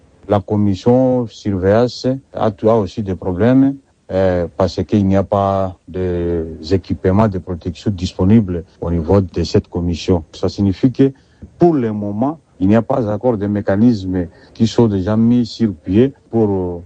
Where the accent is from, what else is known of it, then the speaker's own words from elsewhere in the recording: Mongbwalu, Ituri, DR Congo; la société locale qui se trouve chez nous à Mongualou